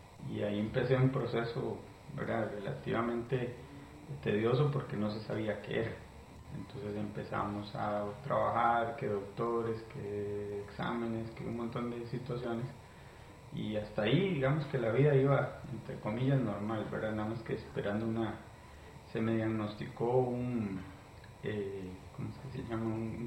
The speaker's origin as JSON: {"language": "Spanish", "area": "El Guarco", "region": "Cartago", "country": "Costa Rica", "tie": "born there", "said": "yo nací en una provincia de acá de Costa Rica que se llama Cartago, específicamente en el Guarco. Yo soy el mayor de cuatro hijos, ¿verdad?"}